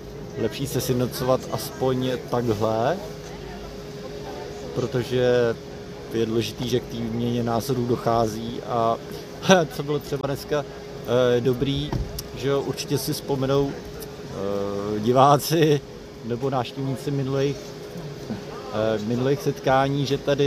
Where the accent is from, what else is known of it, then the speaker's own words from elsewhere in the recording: Prague, Czechia; Já jsem z Prahy.